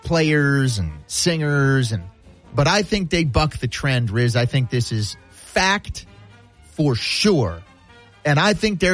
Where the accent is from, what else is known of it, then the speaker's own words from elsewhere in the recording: Colorado, United States; moved away; Growing up in Colorado